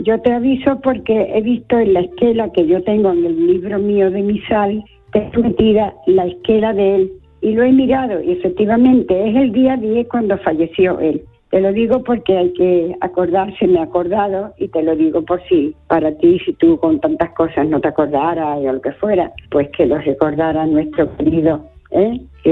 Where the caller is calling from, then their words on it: San Fernando, Spain; de San Fernando.